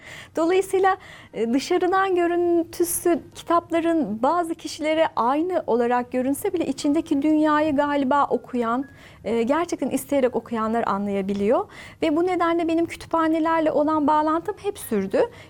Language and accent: Turkish; Sakarya, Turkey; moved away as an adult; Ben Sakarya'da şehre yakın bir köyde yetiştim. 19 yaşına kadar orada yaşadım.